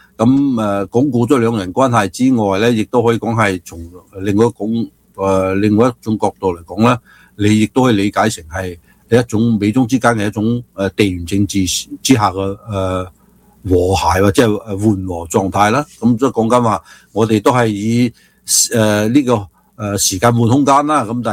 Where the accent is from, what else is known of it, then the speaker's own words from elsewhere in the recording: United States; 因為其實我作為美國人，我覺得唔好想要呢個大熊貓